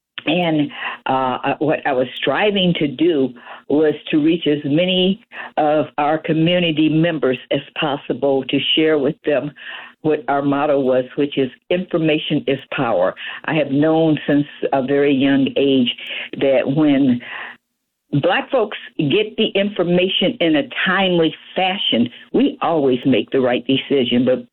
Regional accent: Omaha, Nebraska, United States; now in Washington, D.C., United States; I grew up in Omaha, Nebraska, where there was one Black doctor, one Black lawyer, one Black dentist, one Black accountant, and he was my father.

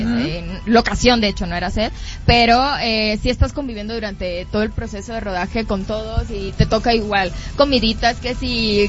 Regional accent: Matanzas, Cuba; born there

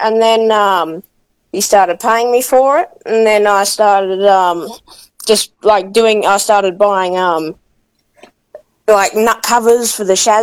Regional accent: Newcastle, New South Wales, Australia; born there; I was born in Berrisfield, Newcastle

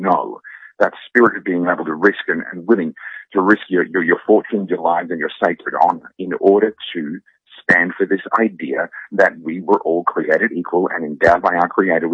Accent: Australia; now in United States; No, as an Australian, I am coming over here as a foreigner and I'm going to tell you what's wrong with your country, but it's not that you should be more like Australia.

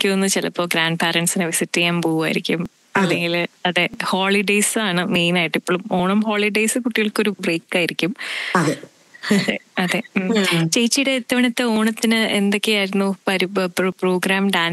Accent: Thiruvananthapuram, Kerala, India; ഞാൻ ട്രിവാൻഡ്രത്തിൽ നിന്നാണ്, അപ്പൊ അവിടെ അങ്ങനെയൊക്കെയായിരുന്നു.

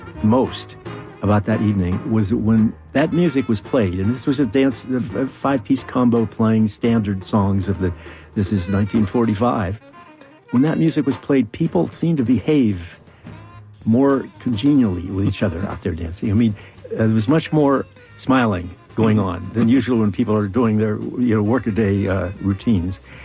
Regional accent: Altoona, Pennsylvania, United States; a place called the Jaffa Mosque in Altoona, my hometown

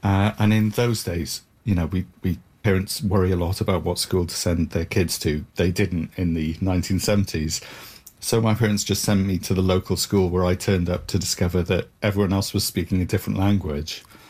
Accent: Cardiff, Wales, United Kingdom; I'm a playwright from Cardiff in Wales.

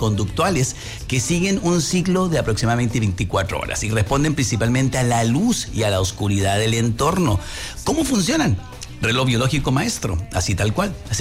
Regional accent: Nueva Esparta, Venezuela; yo que me crié en el Caribe y viví toda mi infancia y parte de mi adolescencia en una isla, en la isla Margarita, en Venezuela, en el Caribe venezolano

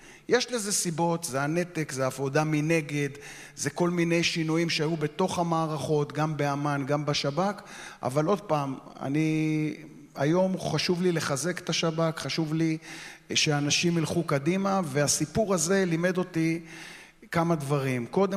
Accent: Ramat Gan, Tel Aviv District, Israel; ואני גדלתי סמוך לגבעתיים ברמת גן, ואני גם בוגר קלעי גבעתיים.

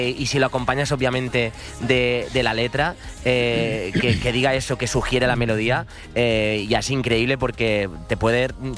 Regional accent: Sant Feliu de Llobregat, Catalonia, Spain; Desde San Feliu de Llobregat, mi pueblo, sí.

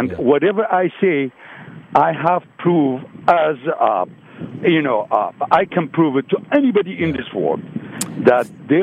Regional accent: Moorhead, Minnesota, United States; English is a second language; also born or lived in Middle East; I'm originally from Moorhead, Minnesota.

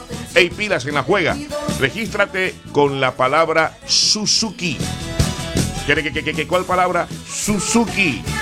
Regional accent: Colombia; se fracciona la hora en dos en mi país, Colombia.

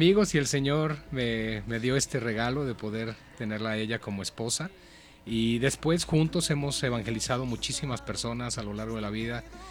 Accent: Mexico City, Mexico; accent: marked Mexican; now in Hidalgo, Mexico; nací en Ciudad de México, sí, toda mi vida he estado allá. Vivo ahora en otro estado dentro de México, que es el estado de Hidalgo. Ahí conocí a la que es mi esposa y conocí del Señor hace 21 años.

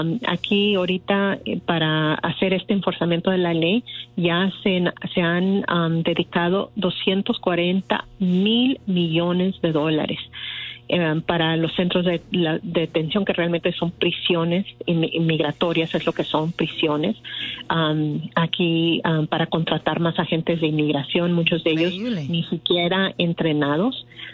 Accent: Mexico; Y nosotros como mexicanos, salvadoreños, hondureños

